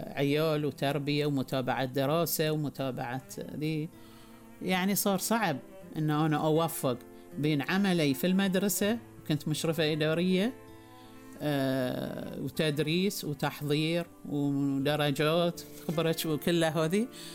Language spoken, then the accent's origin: Arabic; Bahrain; تقول لها من ذا قالت هذه … أول مذيعة عندنا في البحرين